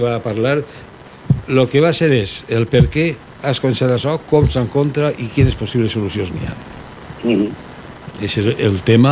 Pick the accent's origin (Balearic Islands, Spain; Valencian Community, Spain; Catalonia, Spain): Valencian Community, Spain; Oliva; jo recorde de quan era xicotet en Oliva, famílies pudients que s'arruïnaven per una enfermedad d'un familiar.